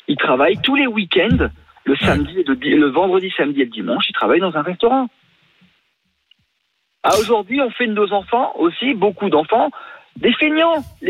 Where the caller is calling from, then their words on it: France; moi je suis français